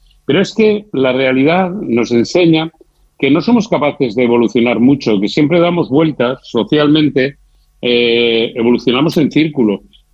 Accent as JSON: {"language": "Spanish", "country": "Spain", "said": "finalmente nos define como españoles."}